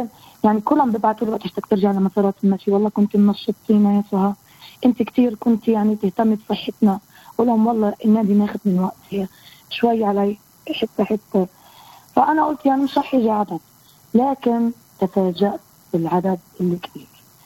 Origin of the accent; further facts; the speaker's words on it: Palestine; أنا امرأة فلسطينية